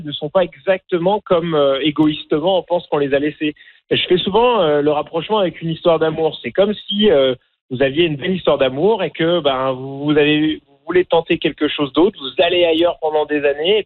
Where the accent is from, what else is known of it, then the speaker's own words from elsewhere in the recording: France; accent: French of France; moved away as an adult; now in Canada; j'ai pas l'accent franco-canadien typique. J'ai un accent français de France. Pourtant, ça va faire 20 ans, plus de 20 ans que je vis au Canada